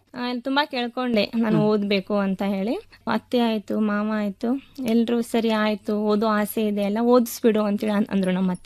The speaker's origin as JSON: {"language": "Kannada", "region": "Karnataka", "country": "India", "tie": "born or raised there", "also_born_or_lived": "Samrani / Gundoli", "said": "ಅದು ಹಳಿಯಾಳ ತಾಲೂಕಿನಲ್ಲಿ, ಅದು ಹಳಿಯಾಳ ತಾಲೂಕಿನ ಒಂದು ಸಣ್ಣ ಗ್ರಾಮ ನಿಲ್ವಾನಿ ಅಂತ ಹೇಳಿ. ಆ ಒಂದು ಗ್ರಾಮದಲ್ಲಿ ನಾನು ಹುಟ್ಟಿದವಳು."}